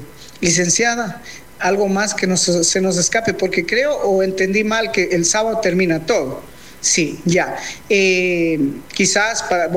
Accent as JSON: {"language": "Spanish", "town": "Shushufindi", "region": "Sucumbíos", "country": "Ecuador", "said": "yo vengo de Shushufindi"}